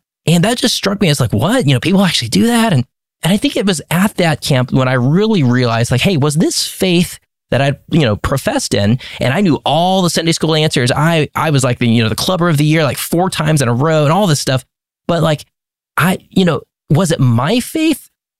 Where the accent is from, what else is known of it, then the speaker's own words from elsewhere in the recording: Austin, Texas, United States; So I grew up in the Austin area my whole life.